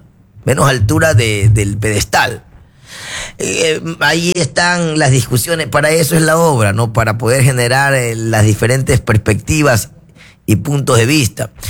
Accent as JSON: {"language": "Spanish", "town": "Machala", "region": "El Oro", "country": "Ecuador"}